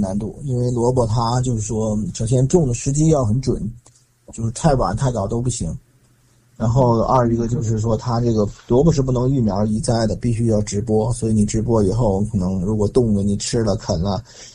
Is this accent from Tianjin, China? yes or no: yes; Tianjin, China; now in United States; 作为一个天津人呢，就是说我们有句俗语叫做，就是个萝卜就肉茶，气的大夫满街爬